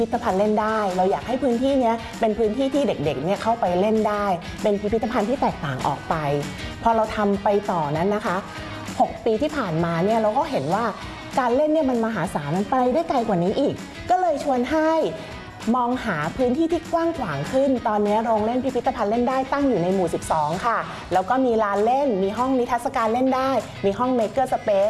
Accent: Bangkok, Thailand; born or raised there

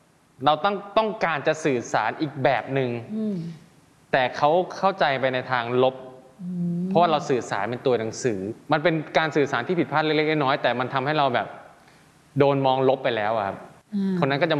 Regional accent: Isan, Thailand; เราเป็นคนอีสานเราก็พูดอีสานไปเลย

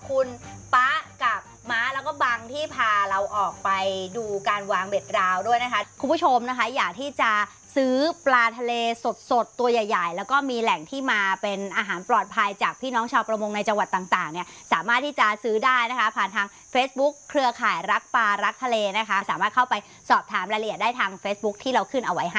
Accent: Southern Thailand, Thailand; เราเป็นคนใต้

